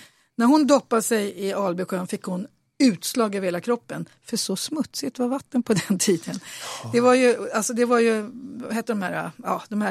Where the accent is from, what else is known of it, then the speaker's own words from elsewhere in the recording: Bollmora, Stockholm County, Sweden; För jag är ändå uppväxt i Bollmora.